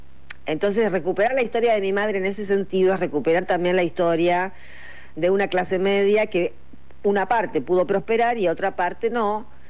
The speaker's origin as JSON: {"language": "Spanish", "town": "Quilmes", "region": "Buenos Aires Province", "country": "Argentina", "said": "yo soy de Quilmes. Me quedaba igual venir a Buenos Aires o ir a La Plata."}